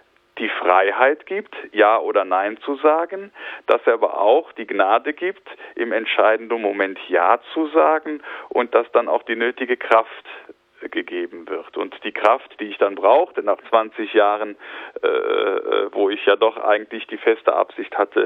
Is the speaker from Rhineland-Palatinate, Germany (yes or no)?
yes; Unkel, Rhineland-Palatinate, Germany; meine erste Kirchenmusikerstelle in der Erzdiözese Köln, also in meiner Heimat, angetreten, in dem Nachbarort von Unkel, wo ich herkomme